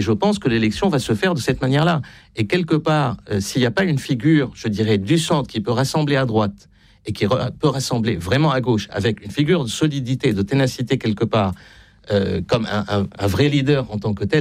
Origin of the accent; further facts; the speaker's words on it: France; on a un peu manger notre chapeau aussi en tant que Français.